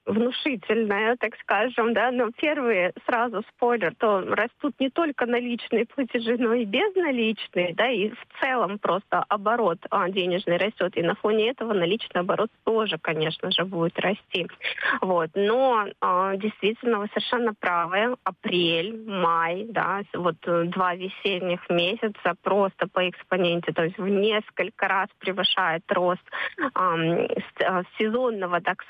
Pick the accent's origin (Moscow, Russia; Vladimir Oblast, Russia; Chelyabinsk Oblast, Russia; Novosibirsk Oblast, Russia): Moscow, Russia; Мы с вами, москвичи, тоже прекрасно знаем